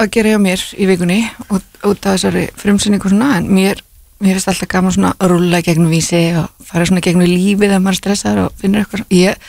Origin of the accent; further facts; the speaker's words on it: Grímsnes, Southern Region, Iceland; Jú, ég er úr Grímsnesinu.